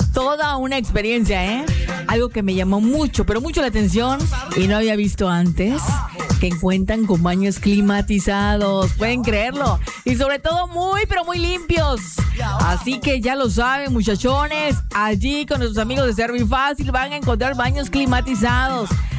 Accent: Jalapa, Mexico; amo mi pueblo Jalapa, ¿cómo no? Allá pues me iba de vacaciones cuando estaba morrilla.

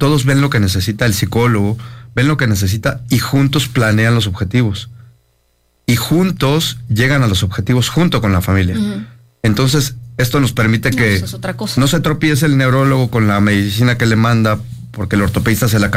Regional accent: Mexico

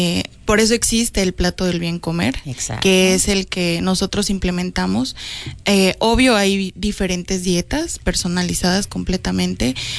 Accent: Mexico City, Mexico; now in Mapastepec, Mexico; Yo vengo de Ciudad de México, soy egresada de la Universidad UCAD. Tengo especialidades en medicina estética, en diplomados en nutrición deportiva. Okay. Radico desde hace 6 años aquí en Mapastepec

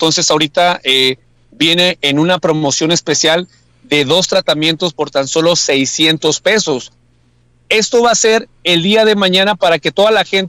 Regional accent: Mexico; La verdad que como buen mexicano de pronto tenemos una farmacia en la casa

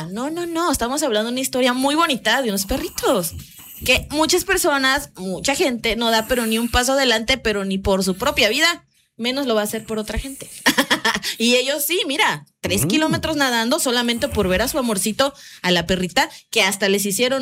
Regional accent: Tabasco, Mexico

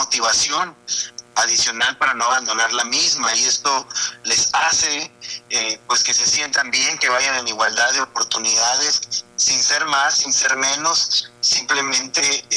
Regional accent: Hermosillo, Sonora, Mexico; also born or lived in Mexico City; Soy de Hermosillo. Tengo una trayectoria, viví 11 años en la Ciudad de México, regresé a Sonora por invitación del gobernador.

